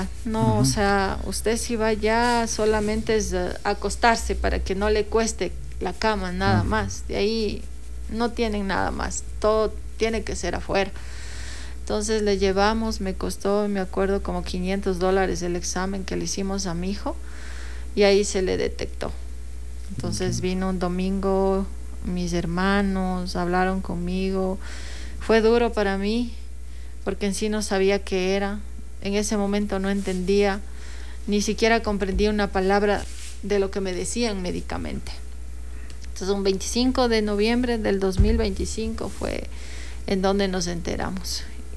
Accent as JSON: {"language": "Spanish", "town": "Pelileo", "region": "Tungurahua", "country": "Ecuador", "said": "al municipio de Pelileo también que me ayudó, a mi tierra también"}